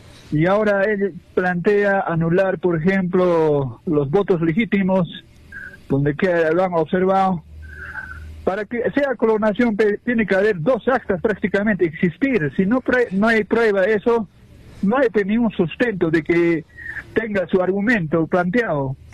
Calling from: Azángaro, Puno, Peru; Soy de Azángaro

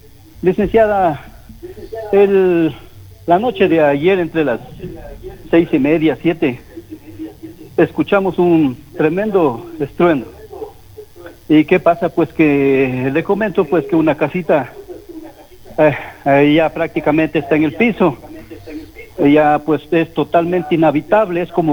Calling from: Loja, Ecuador; soy morador del Plateado.

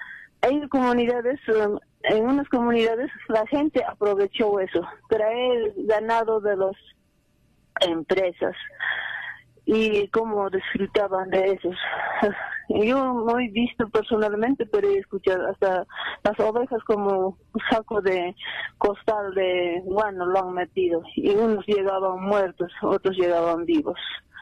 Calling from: Asillo, Puno, Peru; de Asillo

